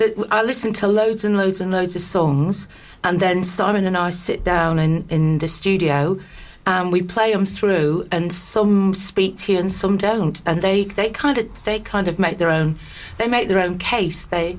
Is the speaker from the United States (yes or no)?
no; the north of England, United Kingdom; Because I'm actually from the North